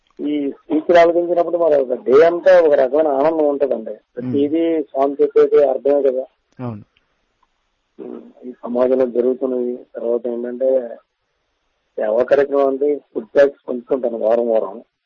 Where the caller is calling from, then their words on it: Visakhapatnam, Andhra Pradesh, India; నేను విశాఖపట్నం మద్రిగాం నుంచి మాట్లాడుతున్నానండి.